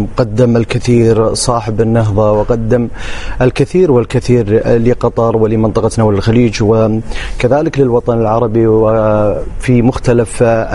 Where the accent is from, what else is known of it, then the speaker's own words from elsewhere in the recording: Qatar; جعلتنا جميعا بداية كقطريين وكخليجيين وكعرب